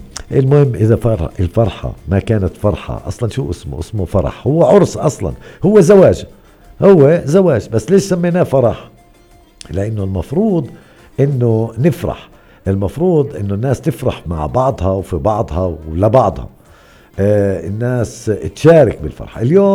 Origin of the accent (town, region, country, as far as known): Hebron, West Bank, Palestine